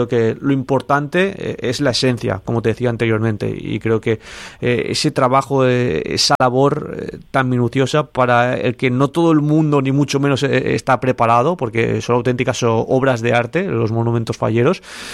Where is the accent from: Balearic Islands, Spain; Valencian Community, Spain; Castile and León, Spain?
Valencian Community, Spain; Valencia